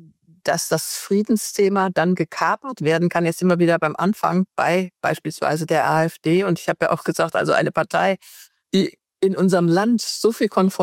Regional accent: Germany; Einmal als Deutsche

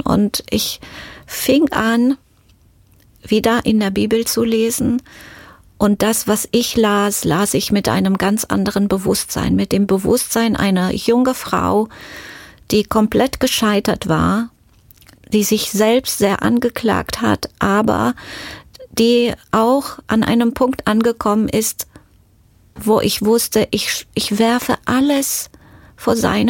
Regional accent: Romania; Menschen haben mich erkannt als Rumänin und haben mich sofort gefragt, hast du die Möglichkeit, jemand etwas zu schicken nach Rumänien?

